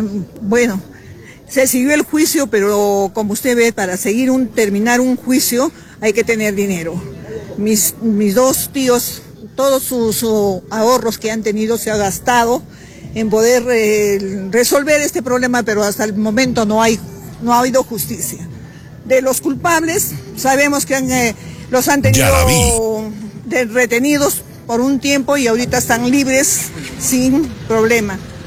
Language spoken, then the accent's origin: Spanish; Peru; La verdad que nos da mucha tristeza como peruanos